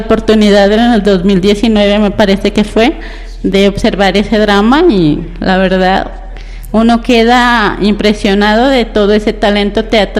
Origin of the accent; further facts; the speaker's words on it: Gualmatán, Nariño, Colombia; nosotros como gualmatenses